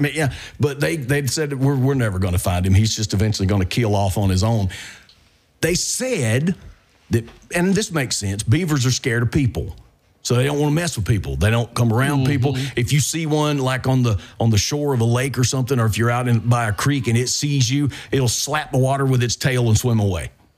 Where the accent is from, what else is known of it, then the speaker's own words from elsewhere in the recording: Mississippi, United States; we come from a place like Pancake and I grew up in Mississippi.